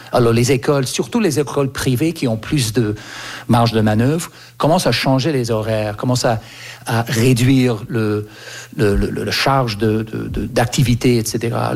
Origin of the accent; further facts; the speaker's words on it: Canada; Moi, j'ai grandi au Canada et quand j'avais 4, 5, 6 ans, il y avait un bus